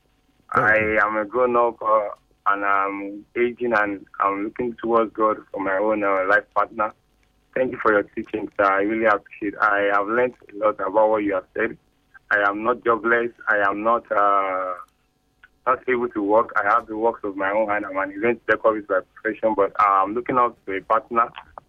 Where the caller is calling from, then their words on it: Alimosho, Lagos, Nigeria; I'm calling you from Lagos State, Alumosho, Local Government, precisely.